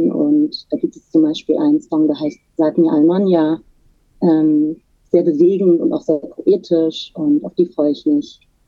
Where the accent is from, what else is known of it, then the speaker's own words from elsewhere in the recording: Turkey; Erstmal, ich bin ja selber Türkin und queer und natürlich interessieren mich diese Themen auch sehr.